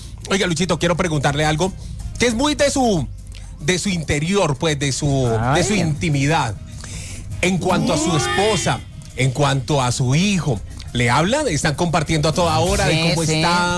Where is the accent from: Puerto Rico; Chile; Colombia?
Colombia; Nos merecemos decir como colombianos, lo logramos.